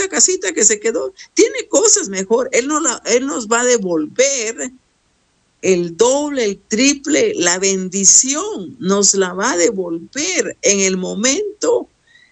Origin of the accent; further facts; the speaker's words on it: Guatemala; de aquí de Guatemala, pues que yo soy guatemalteca.